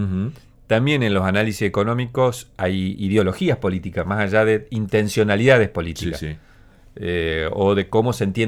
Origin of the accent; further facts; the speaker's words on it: Argentina; para nosotros acá en Argentina